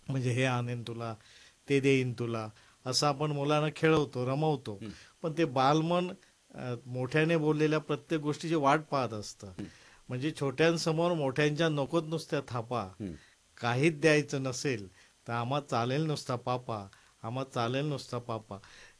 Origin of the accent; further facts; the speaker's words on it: Mangaon, Maharashtra, India; माझे जन्मगाव सिंधुदुर्ग जिल्ह्यातील कुडाळ तालुका मानगाव.